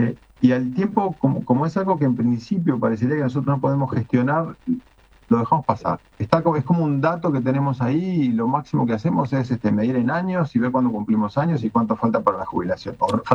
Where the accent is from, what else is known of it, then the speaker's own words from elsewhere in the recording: San José, Uruguay; Soy uruguayo y amo mi país. Sí.